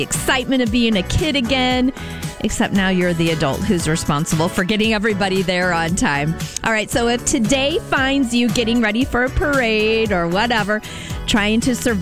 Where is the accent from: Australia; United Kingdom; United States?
United States; Metamora, Illinois